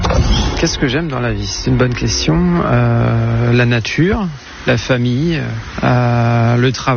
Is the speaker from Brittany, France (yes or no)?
no; Compiègne, Hauts-de-France, France; now in Amiens, France; Moi, je viens de Compiègne